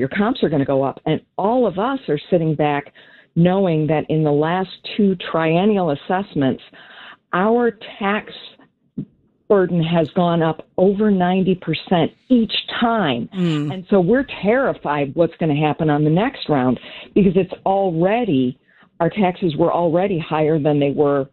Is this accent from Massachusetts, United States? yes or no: no; Evanston, Illinois, United States; I was born in Evanston, and God willing, I'll die here, and God willing, no time soon.